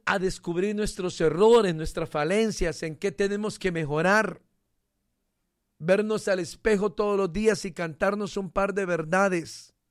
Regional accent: Honduras; Sí, soy hondureño, hombre, soy lenca, soy maya. Soy mestizo, combinación de indio con españoles violadores.

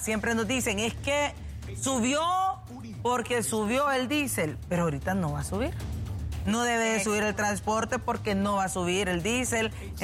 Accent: Honduras

